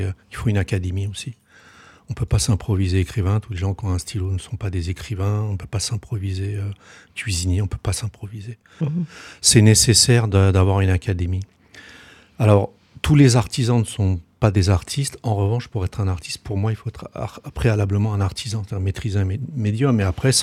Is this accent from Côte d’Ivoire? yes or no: no; France; born there; On est né en France, moi je suis né en France